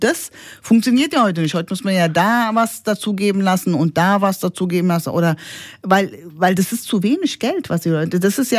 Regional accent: Flörsheim am Main, Hesse, Germany; ich komme ja aus Flörsheim ursprünglich

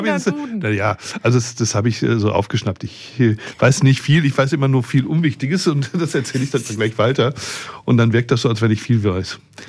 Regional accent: Rüsselsheim, Hesse, Germany; born there; also born or lived in North Rhine-Westphalia; dass ich aus NRW komme. Ne? Aber eigentlich im Herzen schon seit meinem ersten Lebensjahr Rüsselsheimer. Und natürlich auch Hesse.

